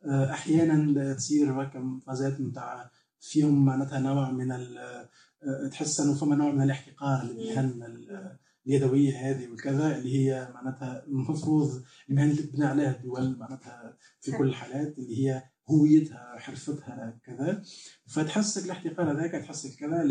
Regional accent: Sousse, Sousse Governorate, Tunisia; اي اكيد، بوم ايمن بيتي من سوسه، مولود في سوسه، دونك بيتي بيئه تونسيه عاديه جدا

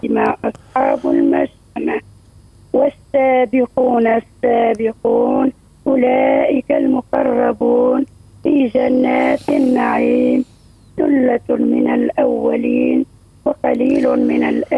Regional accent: Jelma, Sidi Bouzid, Tunisia

